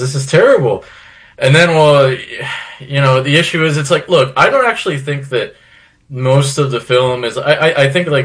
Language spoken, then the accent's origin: English; Florida, United States; We're from Florida. I've always lived 15 minutes from the beach. I'm in Fort Lauderdale.